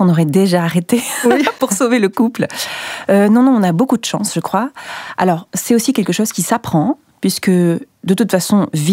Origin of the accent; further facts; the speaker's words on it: Perpignan, Occitanie, France; puisque je suis de Perpignan, alors Perpignan, c'est la Catalogne française.